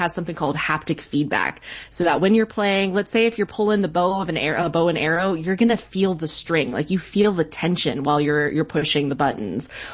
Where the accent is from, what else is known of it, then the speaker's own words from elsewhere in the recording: East Coast, United States; now in San Francisco, United States; So like I grew up on the East Coast. I live in San Francisco now